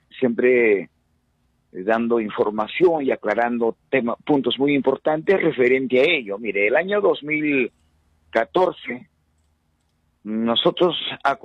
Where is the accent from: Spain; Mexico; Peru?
Peru; Juliaca, Puno; moved away; usted sabe que yo soy de Juliaca, Puno